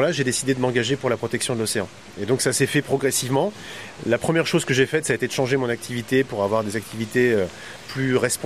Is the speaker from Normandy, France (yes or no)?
yes; Cherbourg, Normandy, France; moved away as an adult; now in Menton, France; Oui, j'ai grandi à Cherbourg où j'ai passé les 18 premières années de ma vie et ma famille avait un chantier naval là-bas.